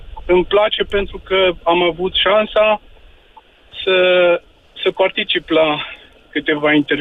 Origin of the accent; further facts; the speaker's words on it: Timișoara, Timiș County, Romania; Chiar merg la întâlnirea de 35 de ani de când am terminat liceu. Sunt în de la Timișoara.